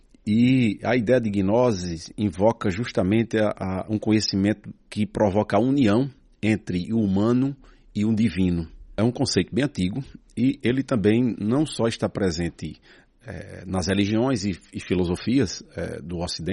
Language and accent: Portuguese; Monteiro, Paraíba, Brazil; now in Vertentes, Brazil; Atualmente eu moro em Vertentes, eu sou natural de Monteiro, Paraíba.